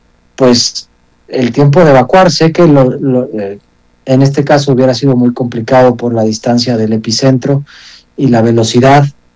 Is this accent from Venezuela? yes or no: no; Mexico; nos ha ayudado como mexicanos